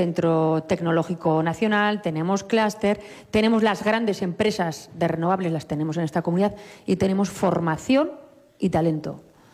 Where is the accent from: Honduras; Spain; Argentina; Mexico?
Spain; Navarre; los navarros somos plurales, diversos, navarros que se sienten vascos, navarros que se sienten del mundo, navarros que se sienten solo navarros que se sienten navarros y españoles.